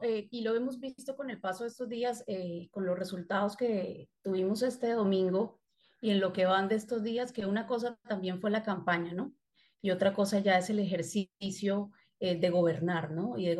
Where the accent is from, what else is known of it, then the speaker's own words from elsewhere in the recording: Colombia; desde Colombia uno como colombiano y sale, se da cuenta que el proceso de paz a veces es mucho más valorado